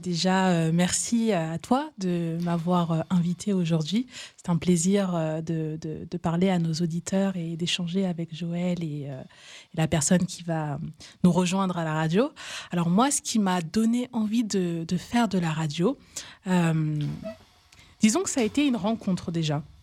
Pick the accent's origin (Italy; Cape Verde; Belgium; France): Cape Verde; C'est ça, je suis originaire du Cap-Vert.